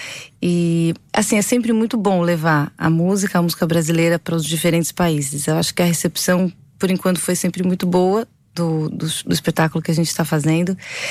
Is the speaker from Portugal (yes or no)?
no; São Paulo, Brazil; moved away as an adult; passei a vida inteira em São Paulo, vivendo na capital, aquela cidade maluca. E na pandemia a gente se mudou para uma praia no litoral norte de São Paulo.